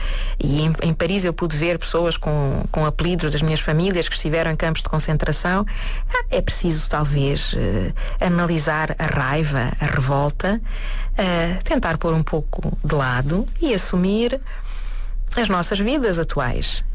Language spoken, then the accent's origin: Portuguese; Portugal; como portugueses, quer tenhamos origem africana ou não